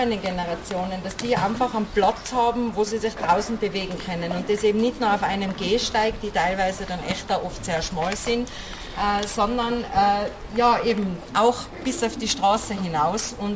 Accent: Tyrol, Austria; Ich bin am Land aufgewachsen

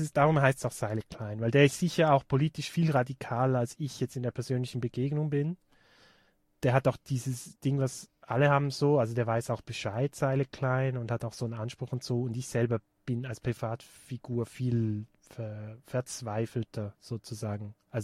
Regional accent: Rhine Valley, St. Gallen, Switzerland; now in Innsbruck, Austria; ich bin halt im Rheintal aufgewachsen und wir sind dann nach St. Gallen Ausgang gegangen

